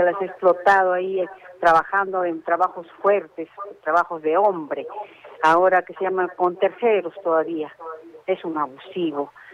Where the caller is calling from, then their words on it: Arequipa, Peru; Nosotros que somos de acá de Caima